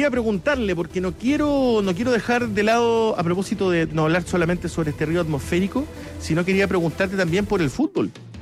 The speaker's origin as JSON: {"language": "Spanish", "country": "Chile", "said": "obviamente somos chilenos"}